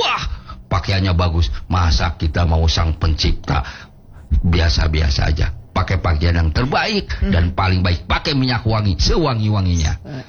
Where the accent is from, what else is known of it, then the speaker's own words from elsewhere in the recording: Subang, West Java, Indonesia; also born or lived in Bandung; Dulu saya waktu SMP sekolah di Subang, Pak Kasmo di Kecamatan Jalan Cagak, di SMP Jalan Cagak. Karena orang tua saya pada saat itu bekerja di perkebunan Ciater.